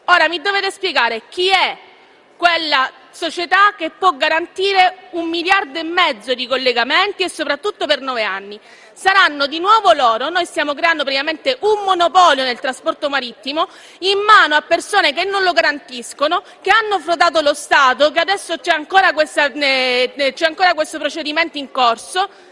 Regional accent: Messina, Sicily, Italy; io sono di Messina

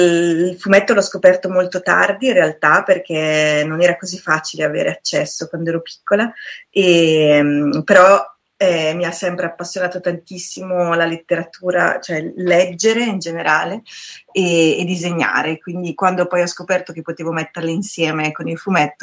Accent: Brescia, Lombardy, Italy; io sono bresciana

